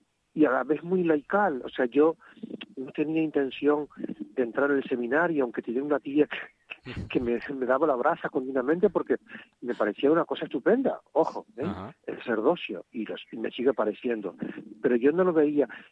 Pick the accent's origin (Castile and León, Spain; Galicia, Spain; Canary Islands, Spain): Canary Islands, Spain; Santa Cruz de Tenerife; soy de aquí de Santa Cruz, de Tenerife